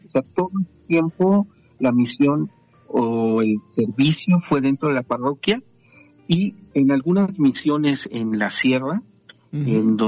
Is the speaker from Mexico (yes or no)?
yes; Córdoba, Veracruz, Mexico; moved away as an adult; also born or lived in Tehuacán, Puebla; estaba yo entre Tehuacán y, uh-huh. y Córdoba, ¿no? Ya. Mi ciudad de origen.